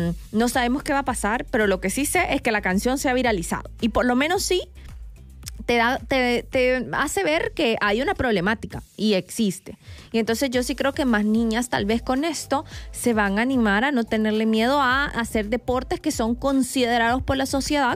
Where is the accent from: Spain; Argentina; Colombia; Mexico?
Mexico; yo creo que como mexicano querías algo que te representara